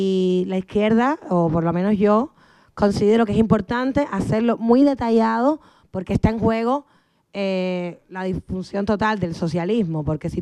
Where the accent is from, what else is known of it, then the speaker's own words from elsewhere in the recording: Cuba; creo que mi tierra es como la más linda del mundo y hay que saber la verdad de las luces y las sombras de Cuba